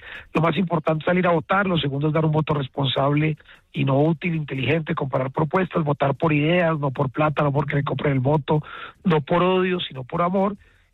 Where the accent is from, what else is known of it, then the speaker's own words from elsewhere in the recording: Medellín, Antioquia, Colombia; yo nací en Medellín, pues soy bachiller del Colegio San José de la Salle